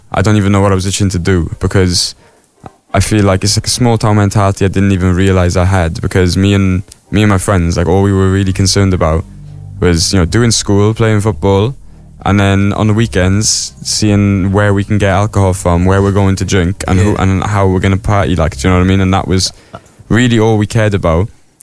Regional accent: Neath, Wales, United Kingdom; born or raised there; moved away

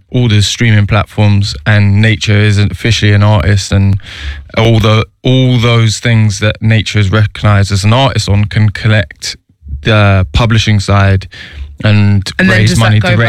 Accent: London, United Kingdom; And yet we growing up in London when we're in these cities in the West as diaspora

